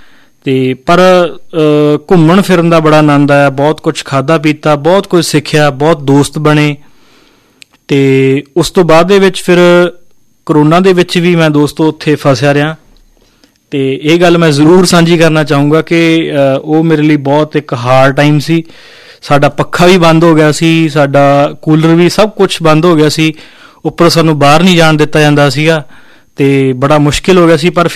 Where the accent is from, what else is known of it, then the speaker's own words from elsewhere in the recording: Rama Mandi, Punjab, India; ਆਪਣੀ ਜ਼ਿੰਦਗੀ ਦੇ 20 ਸਾਲ ਜਿਹੜੇ ਹੈ ਉਹ ਮੈਂ ਪਿੰਡ ਵਿੱਚ ਰਿਹਾ। ਰਾਮਾ ਮੰਡੀ ਕੋਲ ਮੇਰਾ ਪਿੰਡ ਹੈ ਅਤੇ ਉੱਥੇ ਹੀ ਮੈਂ ਰਾਮਾ ਮੰਡੀ ਦੇ ਵਿੱਚ ਆਪਣੀ ਜਿਹੜੀ ਮੈਟ੍ਰਿਕ ਹੈ 10ਵੀਂ ਮੈਂ ਉੱਥੇ ਪਾਸ ਕੀਤੀ ਹੈ।